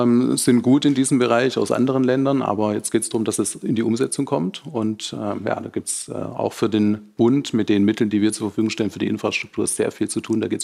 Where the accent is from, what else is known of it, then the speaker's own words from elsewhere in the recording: Baden-Württemberg, Germany; Wir haben leider mit Stuttgart 21, kommen wir aus der Region Stuttgart 1, so ein Beispiel